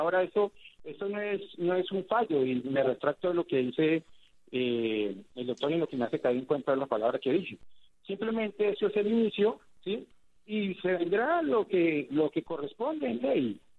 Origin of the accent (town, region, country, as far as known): Colombia